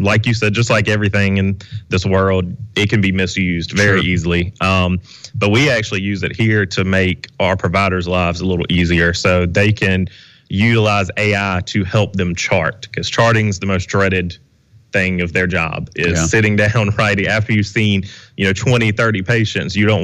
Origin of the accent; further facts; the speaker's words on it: Pinewood, South Carolina, United States; And I'm actually from Pinewood, South Carolina.